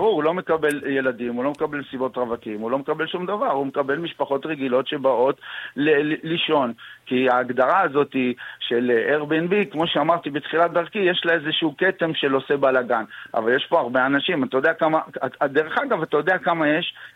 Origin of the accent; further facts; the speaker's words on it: Eilat, Southern District, Israel; אני אילתי